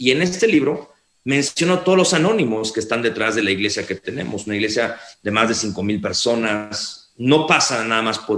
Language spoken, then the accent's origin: Spanish; Mexico; Soy mexicano, amo mi país